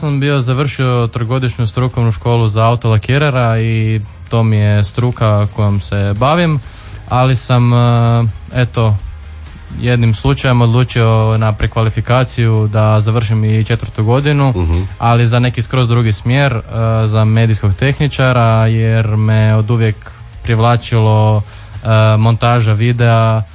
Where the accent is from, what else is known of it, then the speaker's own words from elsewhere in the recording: Zagreb, City of Zagreb, Croatia; a i mi dečki smo koji smo s Jaruna